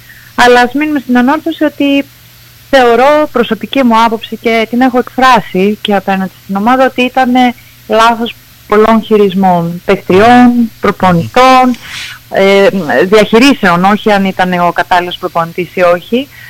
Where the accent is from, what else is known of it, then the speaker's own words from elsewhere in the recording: Greece; σαν Ελληνίδα.